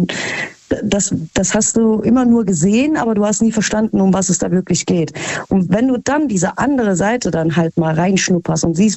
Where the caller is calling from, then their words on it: Krefeld, North Rhine-Westphalia, Germany; ich komme aus Krefeld.